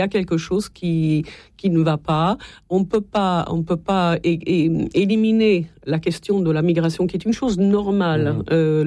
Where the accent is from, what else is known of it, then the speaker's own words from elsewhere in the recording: Italy; moved away; moi, je suis italienne, je ne viens pas d'un pays.